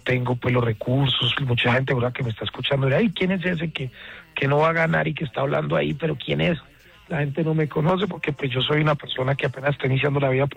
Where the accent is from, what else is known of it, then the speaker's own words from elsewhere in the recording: Medellín, Antioquia, Colombia; soy antioqueño, nací en Medellín, soy bachiller del Colegio San José de La Salle.